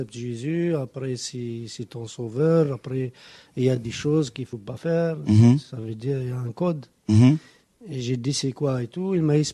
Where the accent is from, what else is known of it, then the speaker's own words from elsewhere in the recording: Algeria; Et je suis algérien.